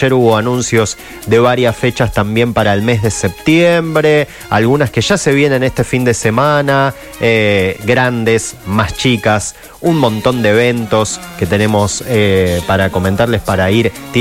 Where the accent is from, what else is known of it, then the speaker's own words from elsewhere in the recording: Argentina; pero la puta madre, somos argentinos.